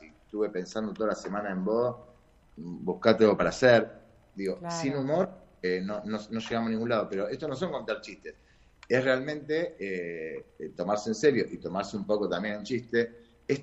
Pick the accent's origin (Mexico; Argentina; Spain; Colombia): Argentina; soy argentino